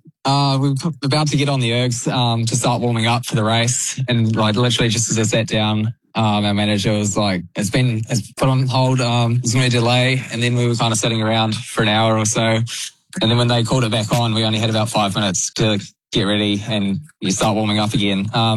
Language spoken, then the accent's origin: English; Christchurch, Canterbury, New Zealand; growing up in Christchurch